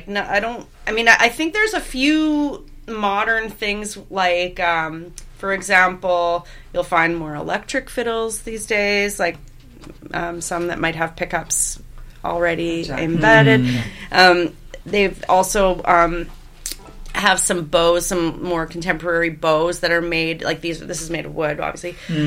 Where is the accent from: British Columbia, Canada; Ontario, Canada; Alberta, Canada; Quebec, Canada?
British Columbia, Canada; Vancouver; My mom's family's from Saskatchewan, but no, I grew up here. I grew up here in Vancouver.